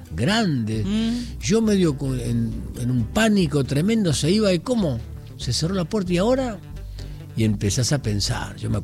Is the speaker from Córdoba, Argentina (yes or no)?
yes; Córdoba, Argentina; born there; Yo nací en Córdoba, en barrio Pueyrredón, en calle 95.